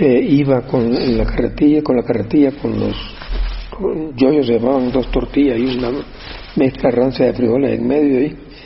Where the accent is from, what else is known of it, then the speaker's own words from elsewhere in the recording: El Salvador; yo me había educado en mi pueblo, un puerto, en instituciones públicas. Mi papá era médico también, entonces, digamos, tenía algunas comodidades y recursos que otra gente no tenía, sobre todo ahí en El Salvador.